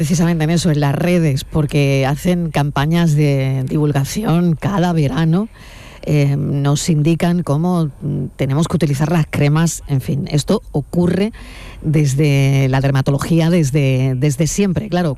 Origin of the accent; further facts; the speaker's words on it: Andalusia, Spain; muchos andaluces empezamos ya a disfrutar de vacaciones